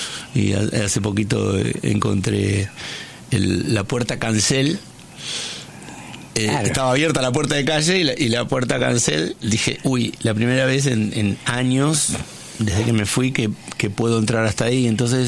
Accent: Pergamino, Buenos Aires Province, Argentina; born there; moved away; Yo nací en Pergamino. Y vivía enfrente de la Plaza San José, en una casita

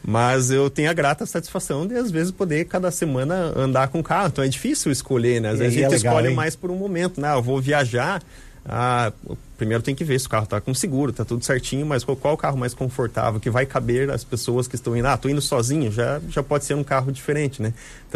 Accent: Porto União, Santa Catarina, Brazil; born there; now in Joinville, Brazil; na cidade de Porto União, que foi onde eu nasci e vim embora para cá.

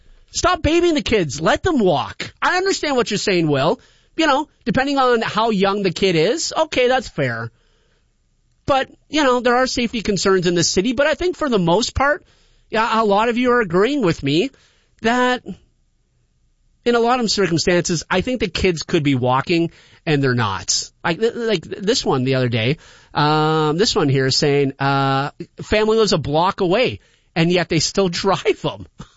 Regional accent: Sault Ste. Marie, Ontario, Canada; now in Windsor, Canada; I was born in the Sioux.

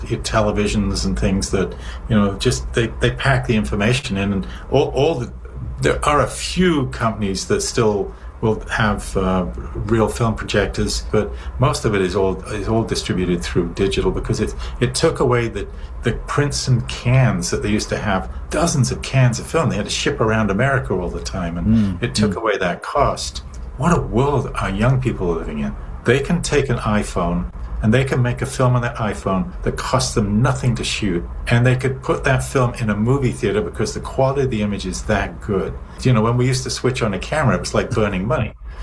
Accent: United Kingdom; moved away as an adult; also born or lived in Canada; now in United States; we're two British guys

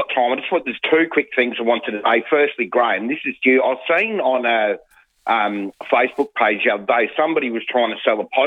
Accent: Scotland, United Kingdom; born there; I was born in Scotland, mate, so there's absolutely no way that I could.

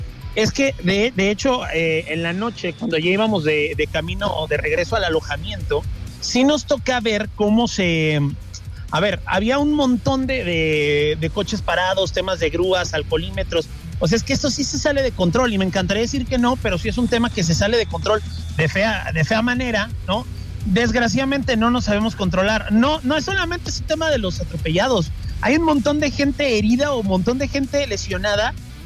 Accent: Mexico

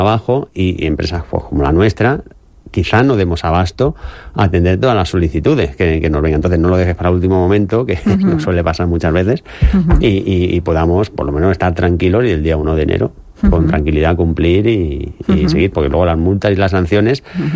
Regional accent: Aspe, Valencian Community, Spain

